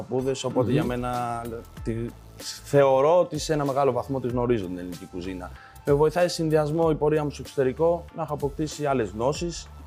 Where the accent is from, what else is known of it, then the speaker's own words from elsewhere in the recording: Greece; moved away as an adult; πίσω στην πατρίδα μου.